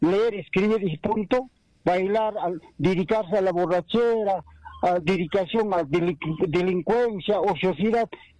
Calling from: Peru; Le llamo de provincia de Azanga, del medio rural.

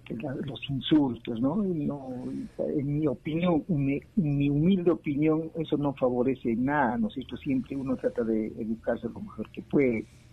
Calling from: Juliaca, Puno, Peru; la ciudad de Juliaca.

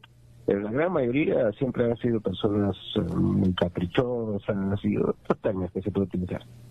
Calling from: Peru

